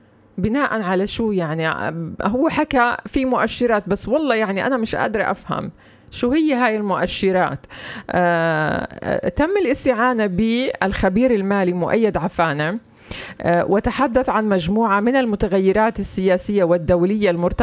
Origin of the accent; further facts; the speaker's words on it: Palestine; احنا عنا كفلسطينيين